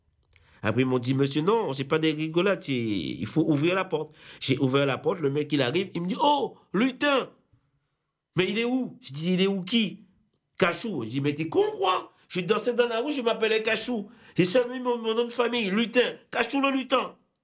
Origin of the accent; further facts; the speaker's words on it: Guadeloupe; now in Paris, France; la façon que j'ai été élevé en Guadeloupe